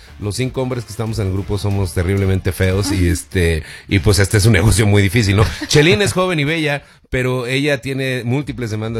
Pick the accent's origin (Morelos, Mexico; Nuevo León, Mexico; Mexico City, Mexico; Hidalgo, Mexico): Mexico City, Mexico; uno pues como mexicano, yo soy de acá de la Ciudad de México